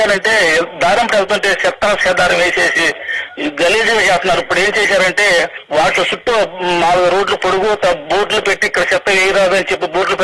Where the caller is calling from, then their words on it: Machilipatnam, Andhra Pradesh, India; నేను మచిలీపట్నం నుంచి మాట్లాడుతున్నాను.